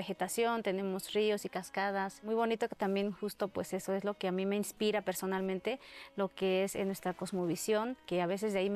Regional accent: Oaxaca, Mexico; Bueno, allá es muy bonito en todos los aspectos.

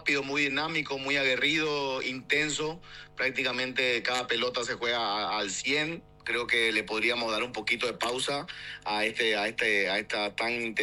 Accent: Paraguay; moved away as an adult; also born or lived in United States; now in Turkey; Yo nací en los Estados Unidos, pero a los 2 meses ya fui a Paraguay, o sea, soy más paraguayo que la mandioca

